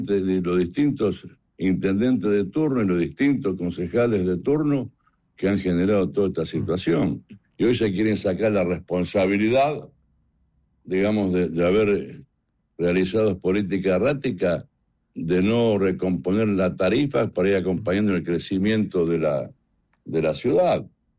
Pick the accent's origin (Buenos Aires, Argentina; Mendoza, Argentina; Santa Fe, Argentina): Buenos Aires, Argentina; Yo vengo de Buenos Aires, hay más de 10.000 personas en la calle, durmiendo en la calle